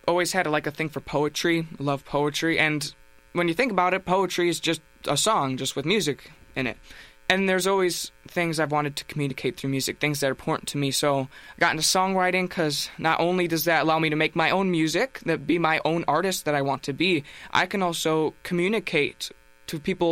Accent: Wisconsin, United States; So I grew up around the Wisconsin River. I learned to swim in the Wisconsin River, and my grandpa's ashes are in the Wisconsin River.

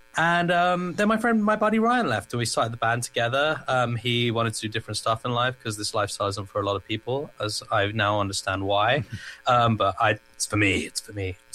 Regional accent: Canterbury, South East England, United Kingdom; when I grew up in Canterbury, like, there wasn't much. That's a tiny, tiny, antiquated, it's not even really a city.

